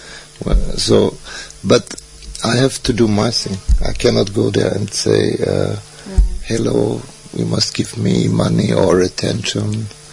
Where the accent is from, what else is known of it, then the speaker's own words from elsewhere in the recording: Austria; I didn't, you know, I grew up in Austria, so when I was 15, I go to Egypt the first time.